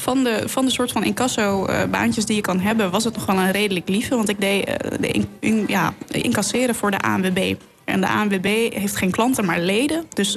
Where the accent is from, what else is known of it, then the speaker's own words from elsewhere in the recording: Drenthe, Netherlands; moved away as an adult; also born or lived in Amsterdam; now in Lelystad, Netherlands; Ik ben inderdaad opgegroeid in Drenthe. Toen ben ik gaan studeren in Amsterdam.